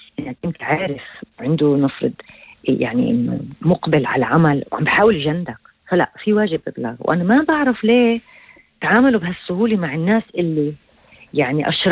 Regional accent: Palestine; هذا الشعور لدينا أوكي كطلاب كمحاضرين كفلسطينيين

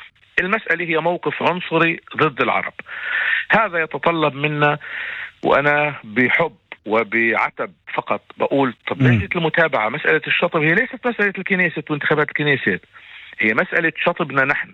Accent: Palestine; حتى نفهم إحنا كفلسطينيين وباقي الشعب الفلسطيني والعالم يفهم

